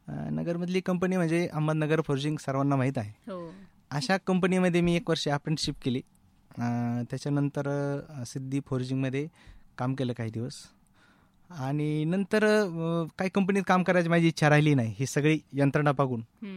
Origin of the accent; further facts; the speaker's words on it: Wahira, Maharashtra, India; माझं जे गाव आहे ते वाहेरा आहे, आष्टी तालुक्यामध्ये, बीड जिल्ह्यामध्ये, म्हणजे मी मराठवाड्यामध्ये मरतो. तर एकदम ग्रामीण भागामध्ये माझं गाव आहे. जसं बालपण हे आनंदात सुखातच असतं, तसं माझं बालपण हे अतिशय चांगल्या पद्धतीने झालं.